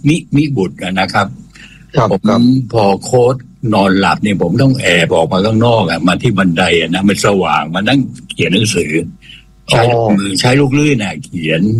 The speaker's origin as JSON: {"language": "Thai", "region": "Nakhon Si Thammarat", "country": "Thailand", "tie": "born or raised there", "said": "ครับบ้านเกิดเนี่ยนครศรีธรรมราชนะฮะ"}